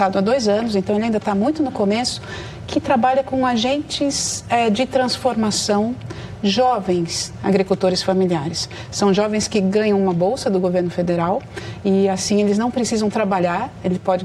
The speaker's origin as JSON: {"language": "Portuguese", "town": "Piracicaba", "region": "São Paulo", "country": "Brazil", "said": "Piracicaba, de onde eu venho"}